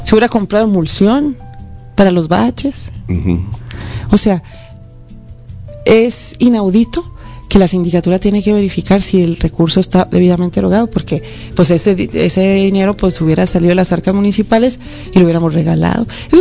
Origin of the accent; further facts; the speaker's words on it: Hidalgo del Parral, Chihuahua, Mexico; Soy una persona que sí nací en Parral, que sí conozco las necesidades de mi pueblo